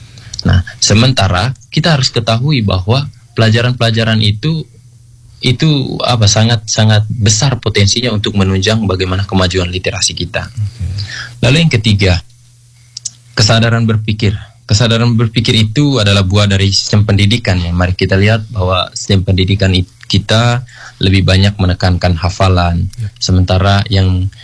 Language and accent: Indonesian; East Nusa Tenggara, Indonesia; Bahwa kita orang NTT lebih mudah mencerna bahasa lisan ketimbang bahasa tulisan.